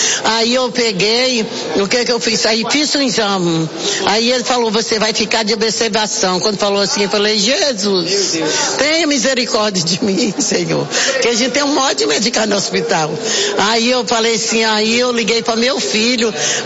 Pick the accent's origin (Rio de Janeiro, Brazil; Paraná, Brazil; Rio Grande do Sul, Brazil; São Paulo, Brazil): São Paulo, Brazil; Eu sou do Imperador.